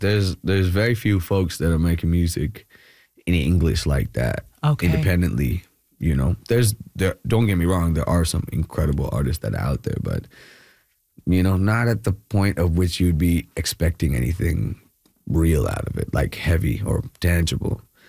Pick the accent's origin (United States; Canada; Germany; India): India; Kerala; moved away; also born or lived in Bangalore; So I'm from Kerala, but yeah. I actually moved to Bangalore.